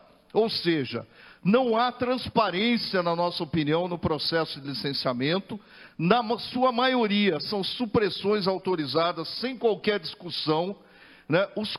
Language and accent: Portuguese; São José dos Campos, São Paulo, Brazil; sou de São José dos Campos, Vale do Paraíba, da região metropolitana